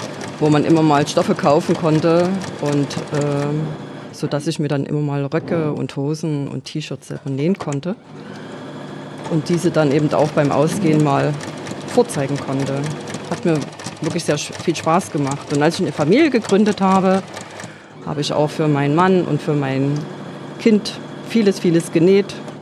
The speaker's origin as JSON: {"language": "German", "region": "East Germany", "country": "Germany", "tie": "born there", "said": "Ich bin in DDR-Zeiten aufgewachsen."}